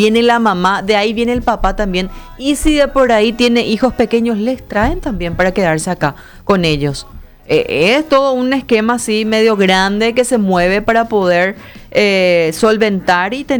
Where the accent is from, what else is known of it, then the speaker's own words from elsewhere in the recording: Paraguay; Nosotros como paraguayos no estamos todavía interiorizados lo que es salvar una vida.